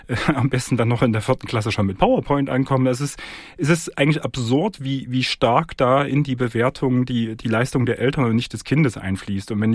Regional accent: Thuringia, Germany; Also ich komme selber aus Thüringen, wo wir an jeder Schule einen Schulhort haben

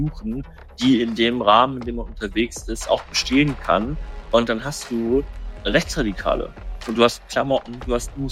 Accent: Germany

